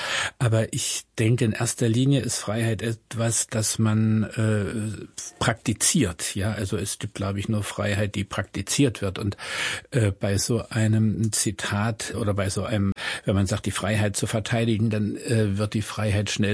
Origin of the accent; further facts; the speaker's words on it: East Germany, Germany; Ich bin ja im Osten groß geworden und habe dieses 89-90 durchaus auch als einen Wechsel von Abhängigkeiten, einen Wechsel von Freiheiten erlebt.